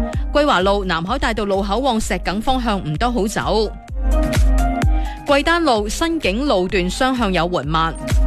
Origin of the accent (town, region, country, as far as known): Foshan, Guangdong, China